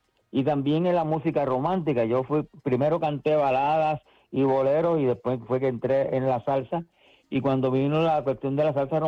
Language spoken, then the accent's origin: Spanish; Maricao, Puerto Rico; Mi primer maestro fue el señor Luis Millán, en mi pueblo natal, Maricao, Puerto Rico